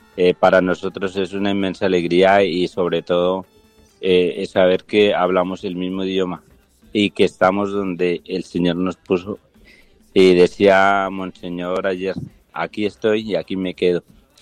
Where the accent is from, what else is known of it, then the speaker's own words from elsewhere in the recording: Tunja, Boyacá, Colombia; Vengo de, o venimos con mi esposa de Tunja, la Renovación de Tunja.